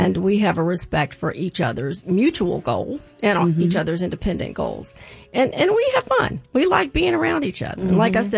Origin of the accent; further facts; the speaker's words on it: Tampa, Florida, United States; I am from Tampa.